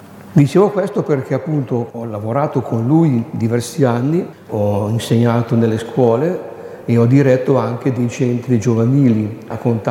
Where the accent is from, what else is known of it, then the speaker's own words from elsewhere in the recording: Lombardy, Italy; born there; now in Germagno, Italy; vengo da Lombardia come nascita